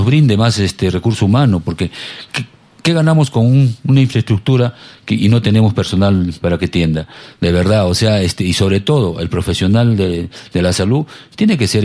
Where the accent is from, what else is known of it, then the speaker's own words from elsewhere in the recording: Tiabaya, Arequipa, Peru; yo soy natural de Arequipa y nacido en el distrito de Tiabaya